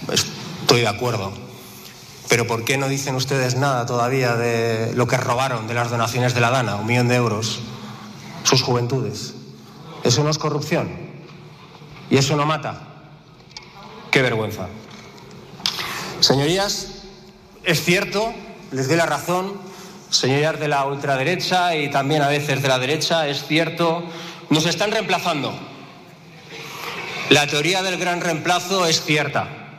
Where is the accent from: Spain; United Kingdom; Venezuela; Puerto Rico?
Spain; Catalonia; Yo soy catalán